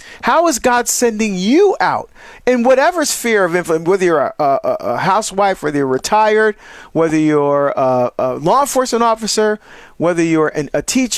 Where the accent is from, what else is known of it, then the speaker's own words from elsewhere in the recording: New Jersey, United States; looking forward to being back in my home state, you know, back in Jersey again.